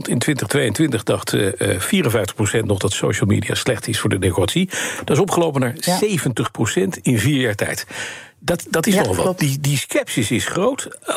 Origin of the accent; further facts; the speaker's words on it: Netherlands; we kunnen inderdaad wel sceptisch als Nederlanders zeggen